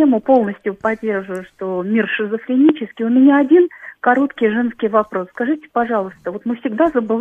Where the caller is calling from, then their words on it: Russia; Меня лично, как гражданку Российской Федерации, любящую свою страну